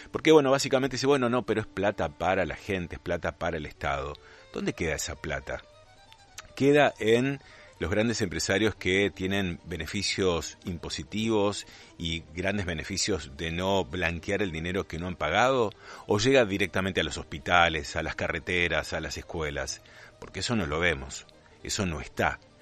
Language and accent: Spanish; Argentina